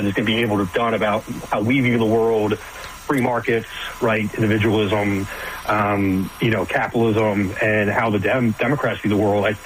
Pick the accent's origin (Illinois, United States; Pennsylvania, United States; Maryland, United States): Maryland, United States; Rockville; also born or lived in Navy Yard, Washington, D.C.; I grew up right in Montgomery County on the other side. So, Rockville area.